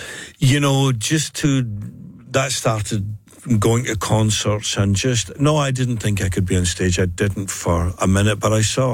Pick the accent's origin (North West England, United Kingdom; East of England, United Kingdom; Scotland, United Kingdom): Scotland, United Kingdom; Glasgow; I love growing up in Glasgow